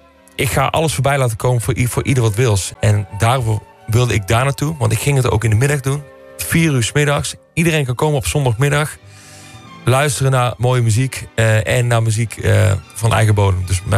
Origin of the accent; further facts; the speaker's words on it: Oss, North Brabant, Netherlands; Dicht in de buurt van waar ik vandaan kom. Ik kom uit Os, dus een half uurtje rijden.